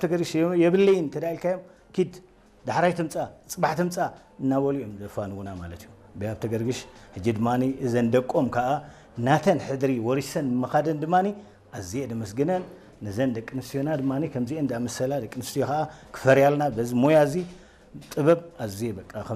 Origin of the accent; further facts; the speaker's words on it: Asmara, Maekel, Eritrea; ኣብ ኣክርያ ተወሊደ ዓብየ